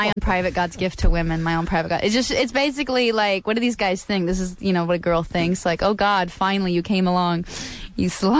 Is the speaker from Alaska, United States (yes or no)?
yes; Alaska, United States; moved away as an adult; I grew up hitchhiking in Alaska.